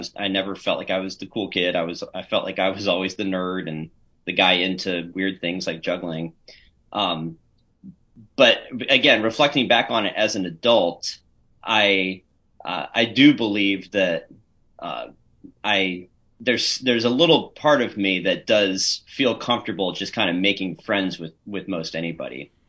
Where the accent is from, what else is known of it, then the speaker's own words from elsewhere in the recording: Beverly, Massachusetts, United States; born there; also born or lived in Pennsylvania; But I was born in the Boston area, believe it or not, in Beverly, north of Boston. So I started my life as a New Englander and then moved around to Pennsylvania